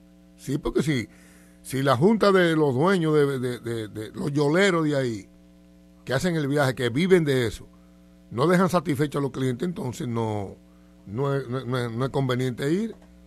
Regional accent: Nagua, María Trinidad Sánchez, Dominican Republic; born there; yo tengo el orgullo de tener por allá, por mi tierra donde nací, playas hermosas. Como la Poza de Bojolo, Playa Los Gringos, Matancita, en Nagua.

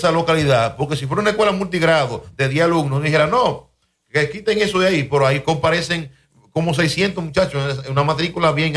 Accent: Dominican Republic; Yo soy de los López

